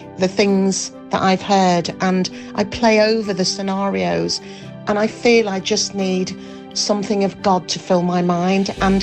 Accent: Leeds, Yorkshire and the Humber, United Kingdom; from Leeds.

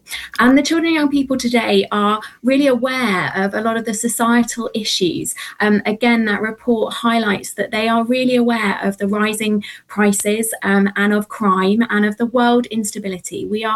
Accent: Bristol, South West England, United Kingdom; born there; now in Buckinghamshire, United Kingdom; I was born in Bristol, and I'm currently in the southeast, in Buckinghamshire, just outside of London. So I'm a southern girl, although yeah. My family roots are Scotland

